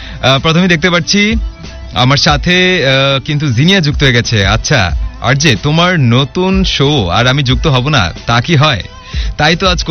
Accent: Dhaka, Dhaka Division, Bangladesh; আমার বাড়ি বগুড়া না, আমি তো ঢাকাতেই থাকি, বা আমার ঢাকাতেই হচ্ছে আমার বাড়ি।

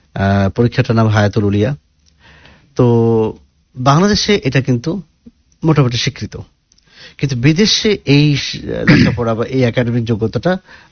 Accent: Kushtia, Khulna Division, Bangladesh; আমার বাড়ি কুষ্টিয়াতে, তো আমার বাড়ি যেখানে তার কাছেই ঠিক আরেকজনের বাড়ি

